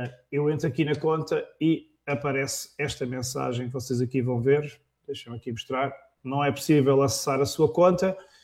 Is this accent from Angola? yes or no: no; Portugal; sendo português